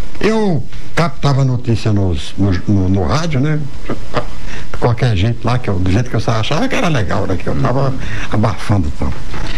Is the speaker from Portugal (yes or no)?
no; Northeast Region, Brazil; accent: nordestino (Northeastern); Tinha um sotaque bem nordestino, porque sou nordestino, né? Com muita honra, sou nordestino.